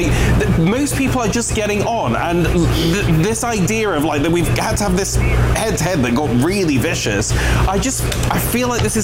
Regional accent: United Kingdom; One of the good things about being British is that we can all live side by side and allow people to practice their religions in peace

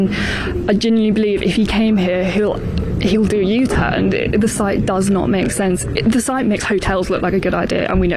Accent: London, United Kingdom; moved away; I grew up in North London, so I consider myself a little bit streetwise

